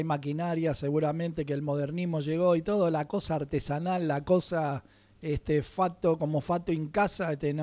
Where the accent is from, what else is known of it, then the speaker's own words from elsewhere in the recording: Uruguay; moved away; Yo me acuerdo de la panadería también en mi pueblo allá en Uruguay